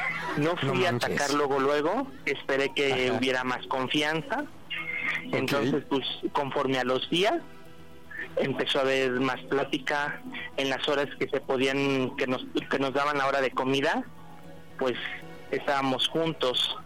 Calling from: Colonia Guerrero, Mexico City, Mexico

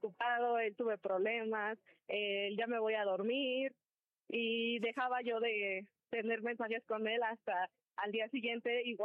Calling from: Tlalpan, Mexico City, Mexico; Tengo 25 años y soy de Tlalpan

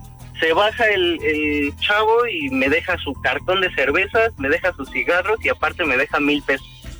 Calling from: Mexico City, Mexico; De aquí, de la Ciudad de México.

